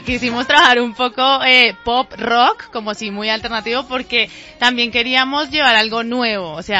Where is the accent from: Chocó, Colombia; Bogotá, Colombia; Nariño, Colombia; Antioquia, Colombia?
Bogotá, Colombia; born there; Rola, sí. De Bogotá. Mis papás sí ya son diferentes, de Boyacá